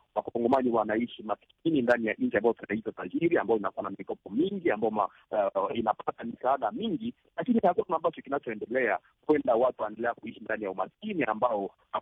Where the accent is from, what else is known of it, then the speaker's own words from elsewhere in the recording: DR Congo; wakongomani tunaweza